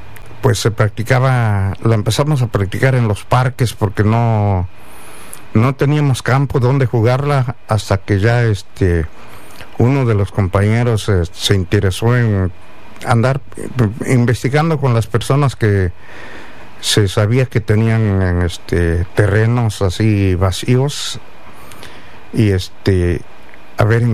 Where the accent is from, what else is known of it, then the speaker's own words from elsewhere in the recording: Magdalena Jaltepec, Oaxaca, Mexico; now in Fresno, United States; aquí en Fresno, los primeros migrantes que llegaron acá fueron de mi pueblo Magdalena Jaltepec.